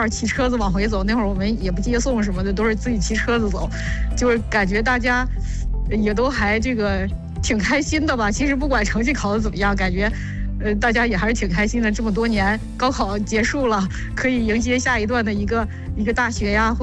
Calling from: Shijiazhuang, Hebei, China; 我就是石家庄的。

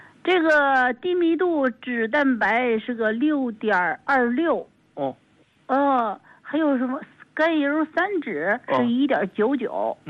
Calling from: Beijing, China; 我是北京石景山的啊。

